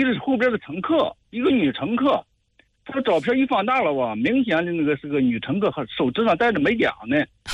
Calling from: Qinhuangdao, Hebei, China; 我是秦皇岛的一名出租车司机。

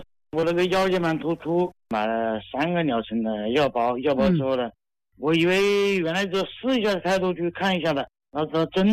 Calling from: Xiaogan, Hubei, China; 我住在孝感那边，孝感住在孝感城区。

